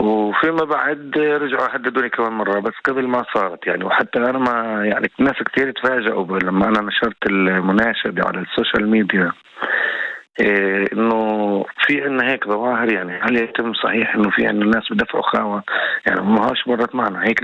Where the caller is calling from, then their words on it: West Bank, Palestine; عندنا في الضفة الغربية